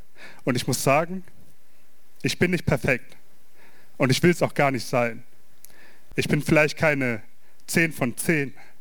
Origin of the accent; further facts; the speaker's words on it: Landau, Rhineland-Palatinate, Germany; Ich komme aus Landau in der Pfalz.